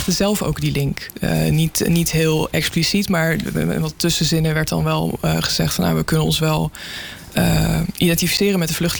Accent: Breda, North Brabant, Netherlands; ik ben opgegroeid in Breda.

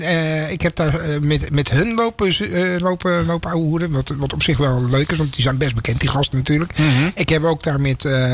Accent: Goeree-Overflakkee, South Holland, Netherlands; Vroeger had je bij ons op Goede Overflakkee. Mensen, ik kom van Goede Overflakkee. Mocht je niet weten waar dat is. Dat is een eiland.

